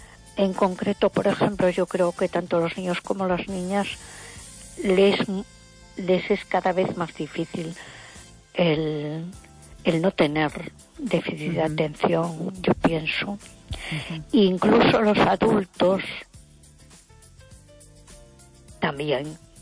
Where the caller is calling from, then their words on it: A Coruña, Galicia, Spain; de Coruña.